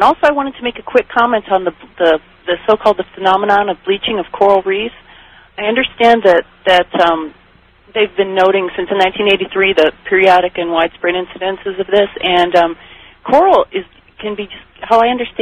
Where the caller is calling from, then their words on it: Phoenix, Arizona, United States; I'm calling from Phoenix, and it's so dry here.